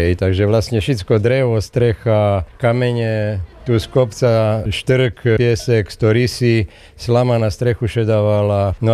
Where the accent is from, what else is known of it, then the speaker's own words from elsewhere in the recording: Prešov Region, Slovakia; U nás v Šarišu šetému útorí, že komenciaši, to je taký ten šarišský výraz